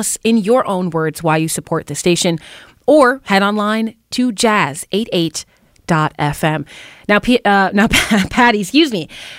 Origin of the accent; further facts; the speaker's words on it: Minnesota, United States; And again, to show love to our local jazz community, you know, Minnesota. We're Minnesota, my home.